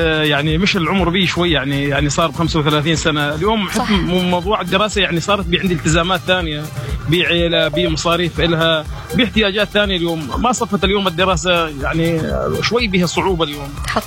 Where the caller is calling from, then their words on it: Deir ez-Zor, Deir ez-Zor Governorate, Syria; من دير الزور.